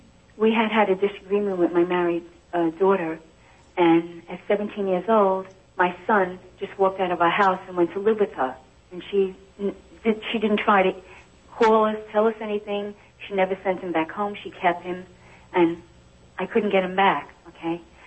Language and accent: English; Florida, United States